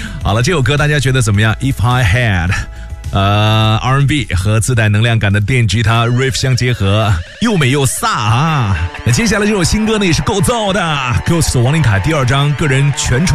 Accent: Chongqing, China; 我从小在重庆长大

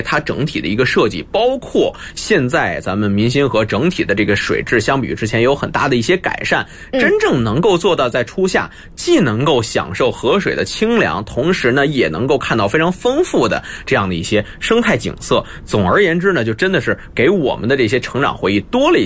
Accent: Shijiazhuang, Hebei, China; 咱们石家庄人

